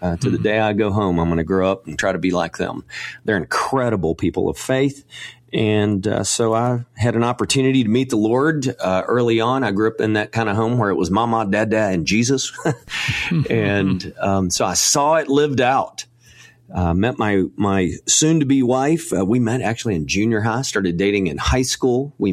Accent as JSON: {"language": "English", "region": "Texas", "country": "United States", "tie": "born or raised there"}